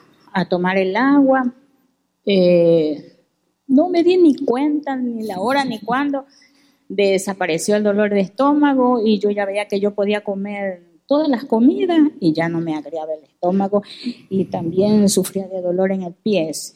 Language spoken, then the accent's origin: Spanish; Daule, Guayas, Ecuador; Me dieron el pase aquí a Guayaquil porque yo soy de Daule.